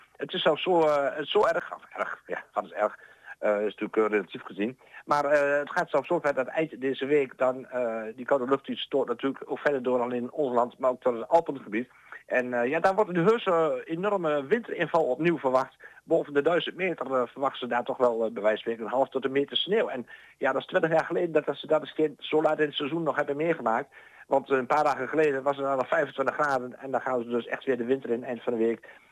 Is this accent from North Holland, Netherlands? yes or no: no; Overijssel, Netherlands; moved away; Ik kom van Oorzaak uit Twente